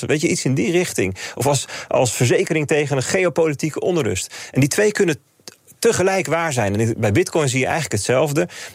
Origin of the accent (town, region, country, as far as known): Netherlands